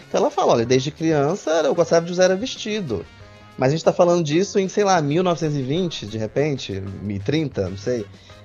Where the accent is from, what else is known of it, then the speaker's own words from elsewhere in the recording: Ipatinga, Minas Gerais, Brazil; eu sou do interior de Minas também, numa cidade chamada Ipatinga.